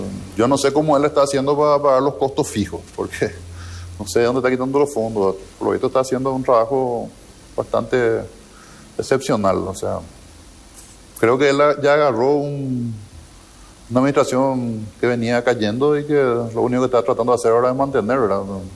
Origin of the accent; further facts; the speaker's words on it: Paraguay; a mí como paraguayo